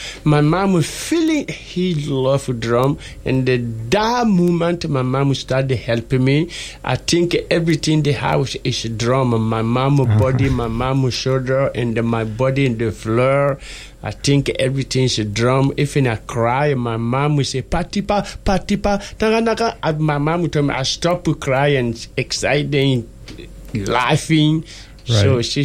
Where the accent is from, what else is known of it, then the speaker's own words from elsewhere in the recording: Guinea; I am from Guinea, West Africa.